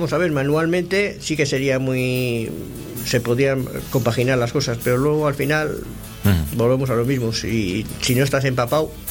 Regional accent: Laredo, Cantabria, Spain; en Laredo tenemos cancaricote. Nada más que en Laredo.

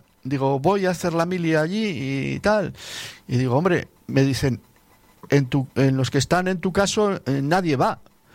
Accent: San Andrés de Giles, Buenos Aires Province, Argentina; born there; moved away; No lo olvido. En primer lugar, bueno, porque es donde yo nací, lo quiero mucho, lo sigo queriendo

